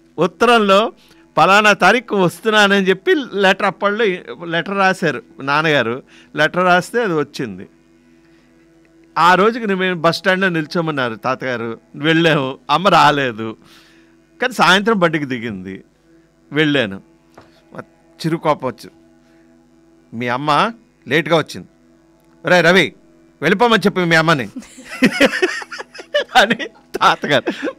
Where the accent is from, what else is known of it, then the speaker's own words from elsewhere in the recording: Vizianagaram, Andhra Pradesh, India; born there; విజయనగరంలో పుట్టాను, మన ఆంధ్రప్రదేశ్లో ఉన్న విజయనగరం, అప్పట్లో మంచి పేరుగాంచిన విజయనగరంలో పుట్టాను.